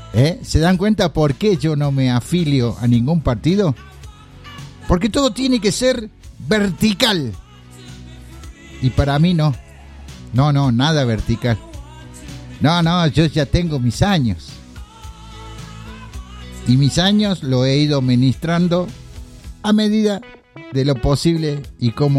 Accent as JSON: {"language": "Spanish", "region": "Córdoba", "country": "Argentina", "tie": "born there", "lives_now": "Huerta Grande, Argentina", "said": "Quiero decirles que soy nacido en la ciudad de Córdoba, más precisamente en Alta Córdoba. Más cordobés no puedo ser."}